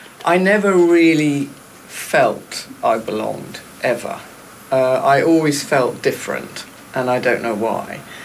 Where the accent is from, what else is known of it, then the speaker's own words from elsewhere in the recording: London, United Kingdom; moved away as an adult; I was born in London and spent the first 30 years of my life there.